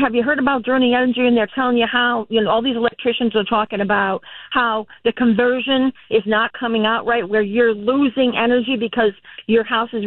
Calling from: Portsmouth, Rhode Island, United States; I'm from Portsmouth, Rhode Island.

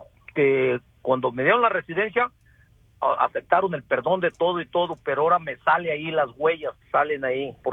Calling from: Sacramento, California, United States; Estoy llamando de Sacramento.

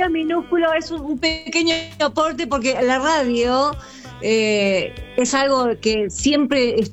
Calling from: General La Madrid, Buenos Aires Province, Argentina; fui parte también como radio aficionada acá en General La Madrid, en mi pueblito

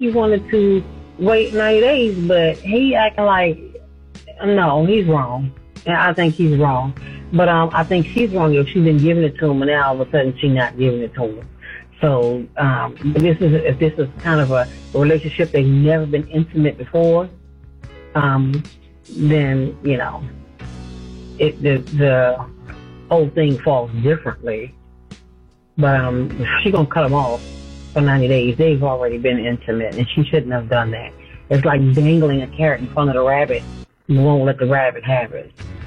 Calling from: Rockville, Maryland, United States; I'm calling from Rockville, Maryland

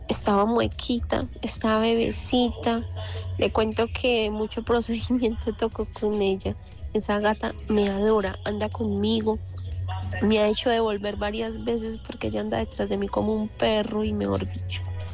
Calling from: Calarcá, Quindío, Colombia; Reportando sintonía desde Calarcá.

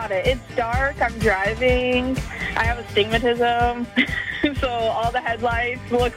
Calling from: Logansport, Indiana, United States; I'm calling from Logansport.

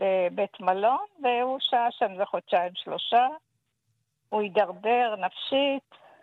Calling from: Ramat Gan, Tel Aviv District, Israel; אנחנו מרמת גן

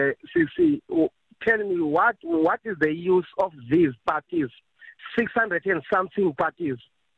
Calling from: Cape Town, Western Cape, South Africa; I'm from Cape Town.

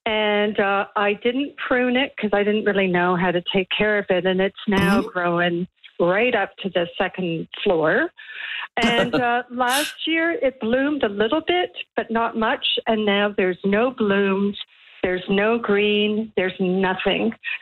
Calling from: Toronto, Ontario, Canada; I'm calling from Toronto.

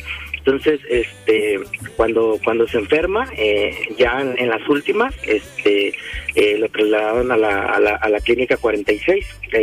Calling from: Tonalá, Jalisco, Mexico; De aquí de Tonalá.

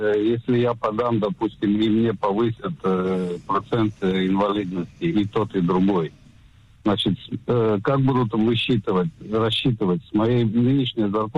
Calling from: Bat Yam, Tel Aviv District, Israel; Здравствуйте … из Батьяма.

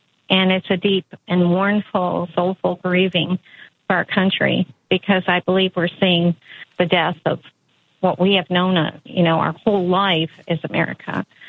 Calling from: Franklin, Kentucky, United States; I'm calling from Franklin, Kentucky, which is right on the border of Tennessee.

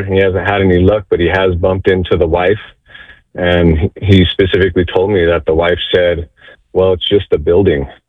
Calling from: New Mexico, United States; in New Mexico, we're very liberal over here

